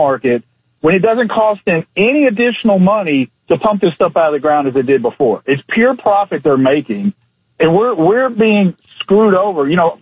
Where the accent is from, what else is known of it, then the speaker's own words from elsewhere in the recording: Tennessee, United States; I'm from East Tennessee, and I'm talking to people all the time.